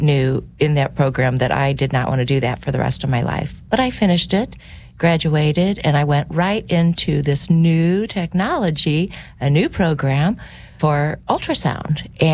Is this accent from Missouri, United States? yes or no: yes; Crestwood, Missouri, United States; Yep. I grew up in Crestwood. I went to St. Elizabeth of Hungary, and then I went to Lindbergh High School. I'm one of six children in a awesome Catholic family.